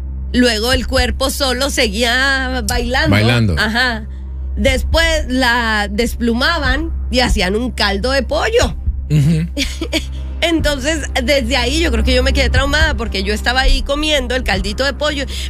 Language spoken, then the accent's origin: Spanish; Chihuahua, Mexico; Cuando era niña, íbamos a un rancho. Yo soy de Chihuahua, que es la capital del estado, entonces una ciudad grande